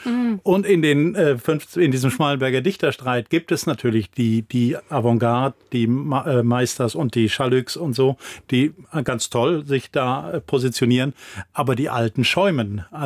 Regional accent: North Rhine-Westphalia, Germany; Bei Karneval müsste ich als Westfale sagen, bin ich raus.

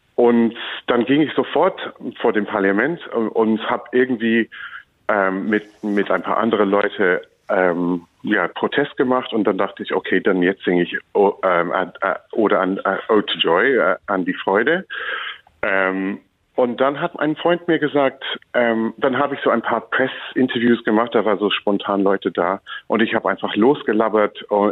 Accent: England, United Kingdom; moved away as an adult; now in Germany; meine Identität ist nicht als Engländer, es ist als EU-Bürger.

